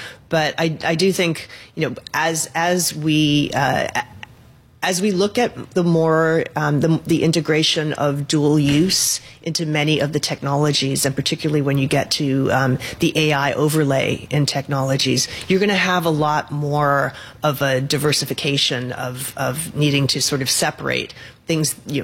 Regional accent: New England, United States; I mean, I come from New England.

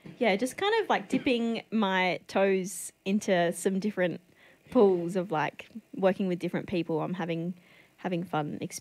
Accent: Kadina, South Australia, Australia; I grew up in Kadena on the York Peninsula, and then went to boarding school and then went to uni.

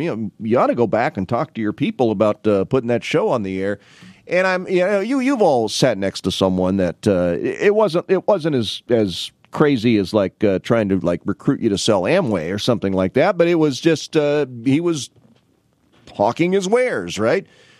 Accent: Peoria, Illinois, United States; where do you work? I'm from Peoria.

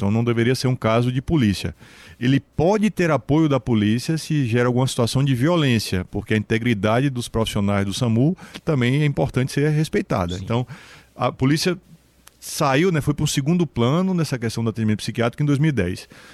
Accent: Bahia, Brazil; now in Recife, Brazil; eu sou baiano, tá? Então eu não sou pernambucano.

